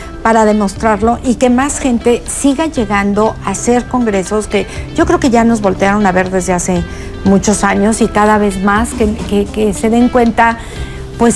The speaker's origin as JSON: {"language": "Spanish", "region": "Querétaro", "country": "Mexico", "said": "el mostrar al Querétaro que somos, el Querétaro lindo, el Querétaro amigable"}